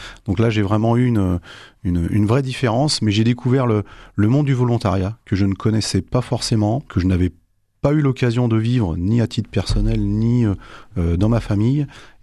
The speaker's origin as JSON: {"language": "French", "region": "Pays de la Loire", "country": "France", "tie": "born or raised there", "also_born_or_lived": "Paris", "moved": "as an adult", "said": "j'ai choisi de revenir dans ma région natale qui était le Maine-et-Loire."}